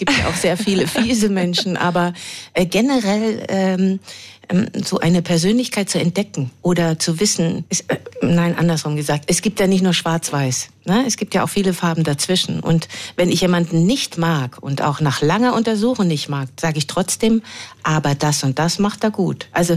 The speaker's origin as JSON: {"language": "German", "region": "Hamburg", "country": "Germany", "said": "Ich komme aus Hamburg. Da ist viel Wasser."}